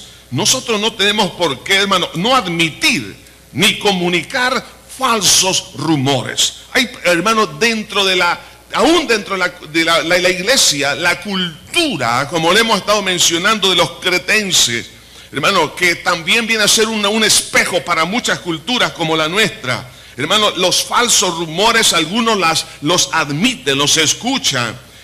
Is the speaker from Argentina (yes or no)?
no; El Salvador